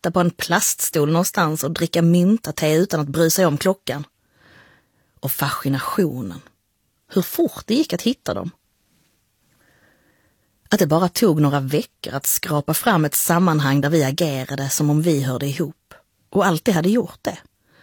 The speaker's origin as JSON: {"language": "Swedish", "town": "Höör", "region": "Skåne", "country": "Sweden", "tie": "born or raised there", "also_born_or_lived": "Cairo", "moved": "yes", "said": "att komma från Höör respektive Kairo"}